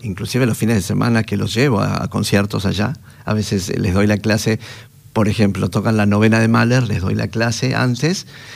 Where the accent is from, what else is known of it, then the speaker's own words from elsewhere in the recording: San Antonio de Areco, Buenos Aires Province, Argentina; moved away as an adult; now in Mexico; Estudié acá en Buenos Aires piano, en San Antonio de Areco, yo soy de allá.